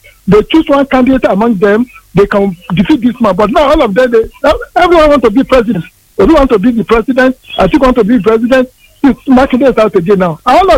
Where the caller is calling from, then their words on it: Dublin, Leinster, Ireland; I'm just calling from Dublin.